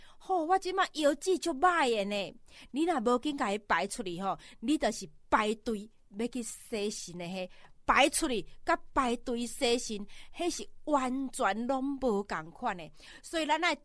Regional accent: Taiwan; 我们台湾人很爱吃油的吼

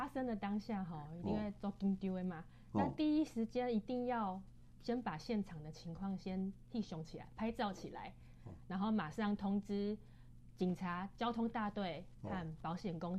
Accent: Kaohsiung, Taiwan; 我们高雄人

